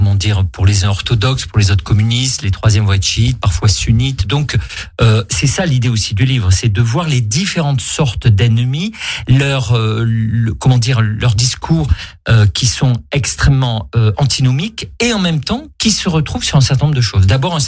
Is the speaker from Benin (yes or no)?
no; France; Oui, parce que je suis français aussi.